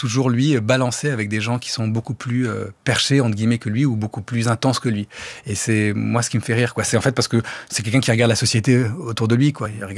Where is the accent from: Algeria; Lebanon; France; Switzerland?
Lebanon; Moi, je suis grec du Liban et les rares fois où j'ai été au Liban, je vais beaucoup plus en Grèce.